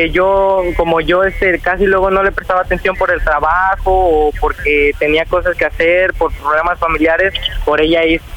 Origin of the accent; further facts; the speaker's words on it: Xalapa, Veracruz, Mexico; Tengo 16, estoy de aquí, de Jalapa.